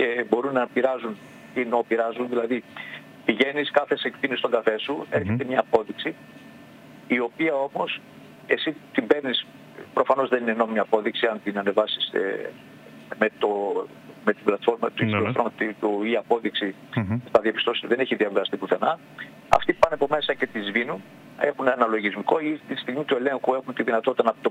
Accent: North Aegean, Greece

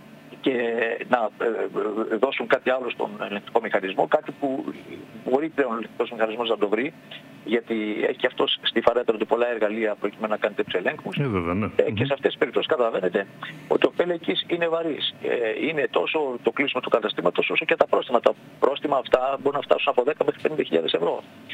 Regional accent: North Aegean, Greece

